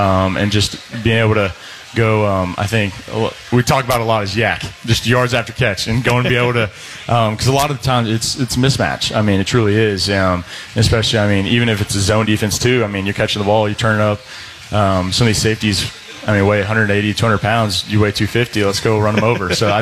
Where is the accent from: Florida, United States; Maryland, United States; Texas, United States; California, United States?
Texas, United States; Dallas; born there; also born or lived in Plano; I'm from Dallas, so I'm a Cowboys fan.